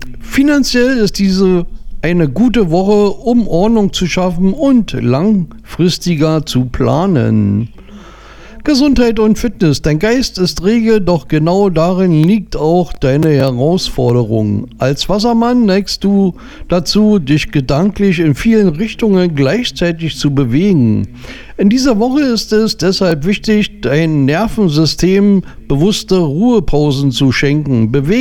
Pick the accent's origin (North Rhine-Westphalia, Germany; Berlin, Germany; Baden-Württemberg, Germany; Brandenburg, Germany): Berlin, Germany; now in Hesse, Germany; Ich bin ja Berliner in Hessen.